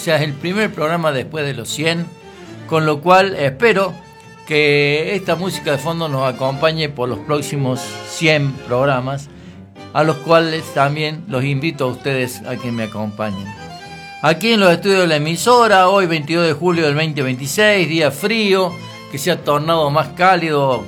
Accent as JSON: {"language": "Spanish", "country": "Argentina", "said": "Una música que nos identifica en el mundo como argentinos, el tango."}